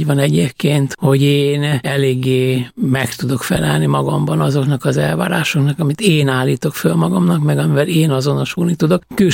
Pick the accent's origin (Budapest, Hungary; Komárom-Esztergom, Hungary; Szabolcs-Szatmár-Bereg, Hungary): Budapest, Hungary; mi Budapesten laktunk, és én budapesti vagyok